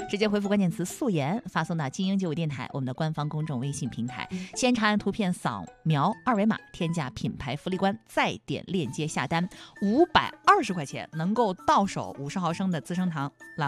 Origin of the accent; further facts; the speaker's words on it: Hunan, China; 我们湖南人